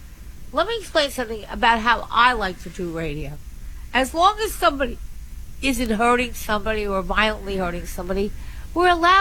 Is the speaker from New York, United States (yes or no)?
yes; Long Island, New York, United States; I'm from Long Island. The taxes are astronomical.